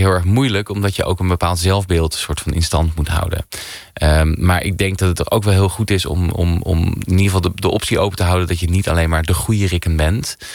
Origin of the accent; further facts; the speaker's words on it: Netherlands; En we zijn als Nederlanders toch wel erg gevoelig voor het gevoel, er wordt ons iets afgepakt, terwijl we het eigenlijk heel erg goed hebben.